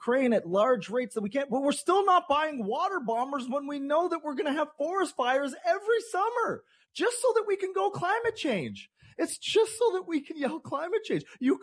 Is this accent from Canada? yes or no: yes; Canada; as a Canadian, we see how bad the EU is.